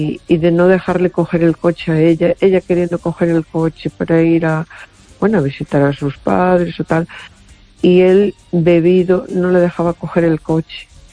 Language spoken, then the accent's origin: Spanish; Galicia, Spain; now in A Coruña, Spain; yo cuando me crié en las Rías Baixas, que después a los 18 años me casé y me fui de allí, uh-huh. Bueno, me fui cerca, que me fui para Pontevedra, pero después me vine para Coruña.